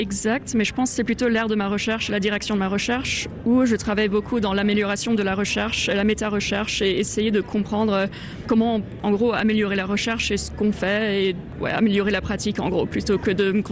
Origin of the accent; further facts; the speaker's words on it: France; moved away as an adult; also born or lived in Switzerland / United Kingdom; Je suis née en Suisse et j'ai passé mes 4 premières années en Suisse, puis en France plus ou moins jusqu'au lycée. Après, je suis allée faire une grande partie de mes études supérieures au Royaume-Uni. J'ai passé à peu près les 15 dernières années au Royaume-Uni.